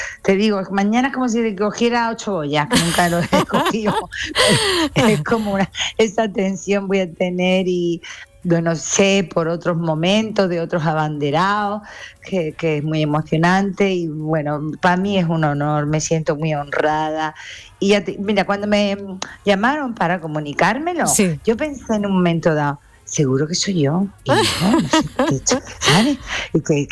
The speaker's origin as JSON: {"language": "Spanish", "town": "Málaga", "region": "Andalusia", "country": "Spain", "said": "Mira, yo digo que para mí mi tierra es muy importante."}